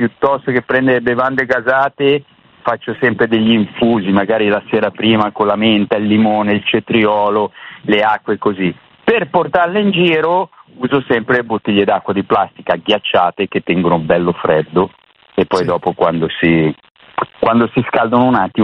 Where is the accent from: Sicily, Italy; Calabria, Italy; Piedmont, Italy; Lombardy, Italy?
Lombardy, Italy; Milan; sono di Milano